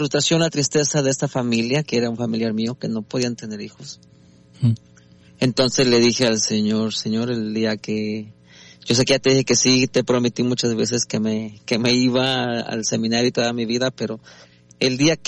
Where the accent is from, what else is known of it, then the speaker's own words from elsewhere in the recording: San Juan de los Lagos, Jalisco, Mexico; moved away as an adult; now in United States; Así es, yo soy originario de San Juan de los Lagos, Jalisco.